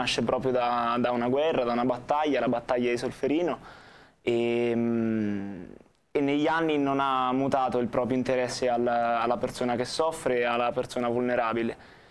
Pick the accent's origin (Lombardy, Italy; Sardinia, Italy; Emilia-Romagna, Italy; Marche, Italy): Marche, Italy; Jesi; Io sono di Iesi